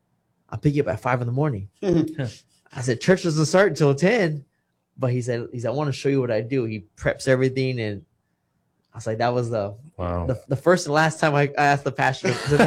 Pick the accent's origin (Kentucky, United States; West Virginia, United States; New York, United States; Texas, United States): Texas, United States; Kingsville; Yes. I'm born and raised in Kingsville, Texas. My dad's from L.A.